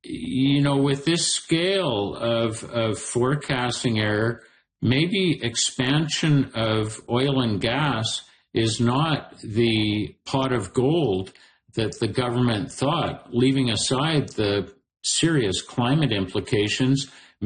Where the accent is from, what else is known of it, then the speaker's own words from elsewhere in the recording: British Columbia, Canada; we can make, as British Columbians and as a legislature, informed decisions about where we make our investments and where we set royalties